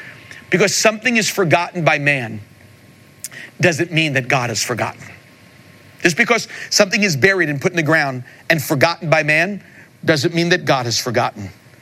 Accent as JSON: {"language": "English", "area": "Long Island", "region": "New York", "country": "United States", "tie": "born or raised there", "said": "I grew up in Long Island, New York"}